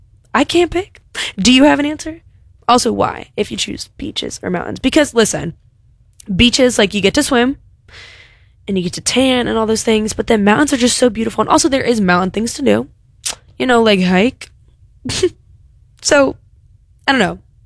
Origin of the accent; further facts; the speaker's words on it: East Coast, United States; I'm from the East Coast